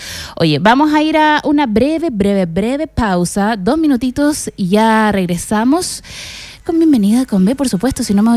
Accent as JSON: {"language": "Spanish", "town": "San Vicente de Tagua Tagua", "region": "O'Higgins", "country": "Chile", "said": "Ustedes saben que yo soy de San Vicente, pues, amigos, soy del campo, de por allá, de los cerros ahí, bien encajonada."}